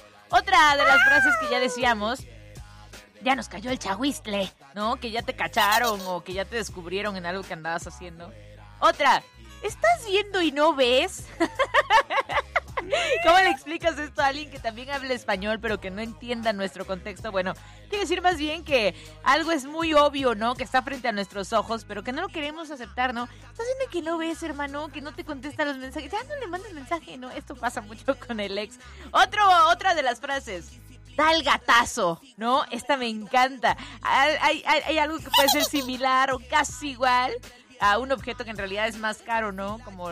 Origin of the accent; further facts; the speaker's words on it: Mexico; Soy mexicano, esa es mi bandera, yo la levanto.